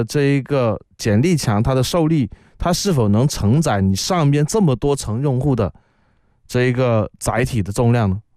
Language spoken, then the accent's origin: Chinese; Guangdong, China; accent: Cantonese; first language Cantonese; 我们广东话说要卖冬瓜豆腐